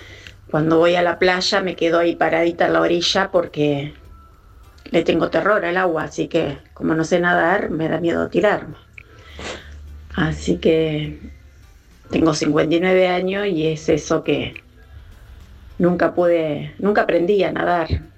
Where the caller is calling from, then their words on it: Caseros, Buenos Aires Province, Argentina; Buen día Radio Latina … de Casero.